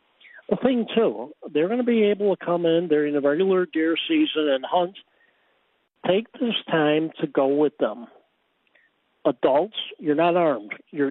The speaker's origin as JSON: {"language": "English", "region": "Illinois", "country": "United States", "tie": "born or raised there", "said": "I grew up in Illinois"}